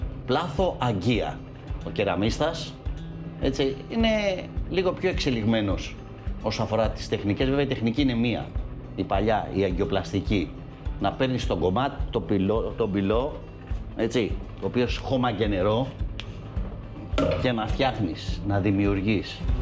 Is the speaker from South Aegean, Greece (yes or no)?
yes; South Aegean, Greece; Εγώ είμαι από την Κύθνο